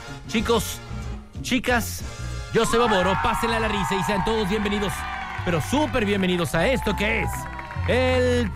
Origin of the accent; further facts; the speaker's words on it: Mexico; born there; Haber nacido mexicano, qué maravilla haber nacido en estas tierras. Qué maravilla decir, ajá, efectivamente, provengo, soy de México para el mundo.